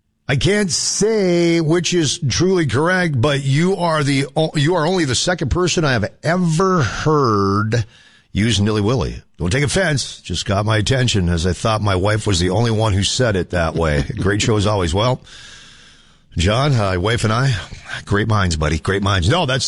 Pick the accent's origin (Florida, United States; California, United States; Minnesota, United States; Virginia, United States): Minnesota, United States; Man, my home state. What has happened?